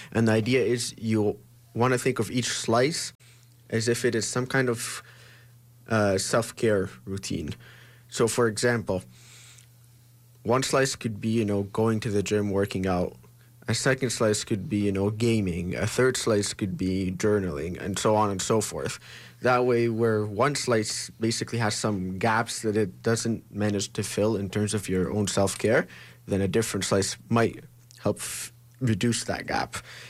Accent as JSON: {"language": "English", "country": "Egypt", "said": "I'm from Egypt"}